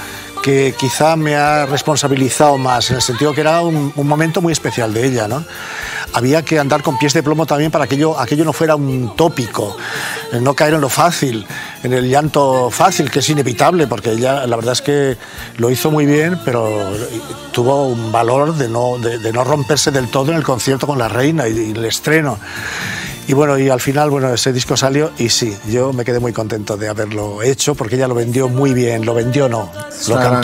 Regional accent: Castejón, Spain; born there; De mis padres en Castejón, donde yo nací, siempre había un Cristo. Y todavía está en la vieja casa ya, que ya la heredó una hermana mía, sigue estando el Cristo allí. O sea que claro, éramos de una familia católica

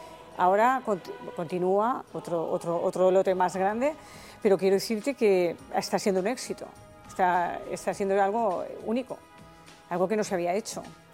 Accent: Catalonia, Spain; moved away as an adult; now in Aragon, Spain; yo soy una catalana, pero muy aragonesa. Entonces, quería hacer algo por mi tierra, ¿no? Por donde llevo muchos años, más de 40 años viviendo, en Aragón.

